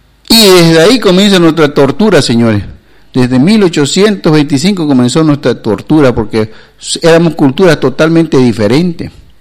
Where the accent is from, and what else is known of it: Beni, Bolivia